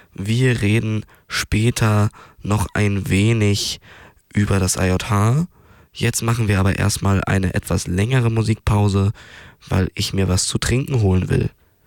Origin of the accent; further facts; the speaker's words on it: Germany; wir als Deutsche uns unserer Verantwortung bewusst sind